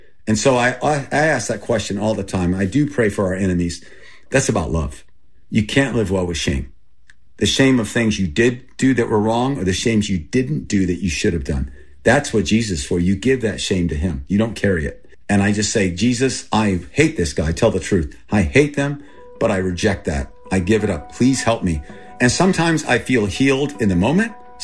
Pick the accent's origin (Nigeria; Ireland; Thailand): Thailand; first language Thai; English is a second language; also born or lived in Texas; I was 9 months old. I was born in Texas. And I grew up in Thailand, and I grew up with Thai people. And my first language was Thai. And then I went to boarding school.